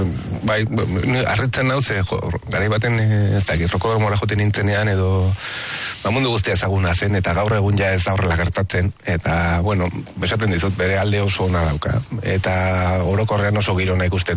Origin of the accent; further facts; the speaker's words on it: Etxauri, Navarre, Spain; Bai, ba, netzako etxauri, jo, nire etxea da, eta ez dakit, hemen hazi naiz eskalatzaile bezala